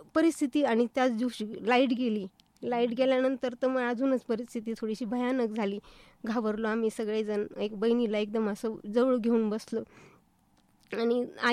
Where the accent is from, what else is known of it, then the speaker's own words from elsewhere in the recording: Ahmednagar, Maharashtra, India; मी तशी मूळची नगरचीच आहे। माझं बालपण एका ठिकाणी नाही गेलं, प्रत्येक वेळी माझं बालपण चेंज होत गेलं।